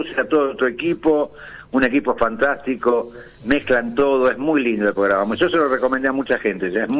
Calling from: Buenos Aires, Argentina

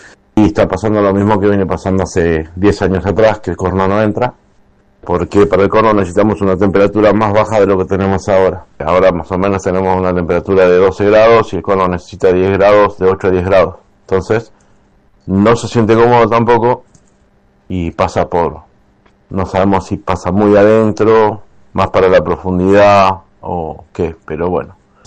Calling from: Miramar, Buenos Aires Province, Argentina; de Miramar.

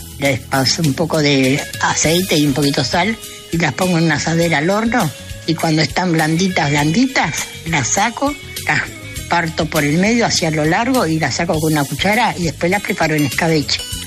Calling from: Lanús, Buenos Aires Province, Argentina; Buen día, chicos. … de Lanús Oeste. Tengo 85 años.

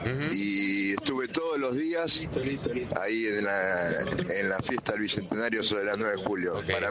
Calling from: Quilmes, Buenos Aires Province, Argentina; acá en la ruta … de Quilmes.

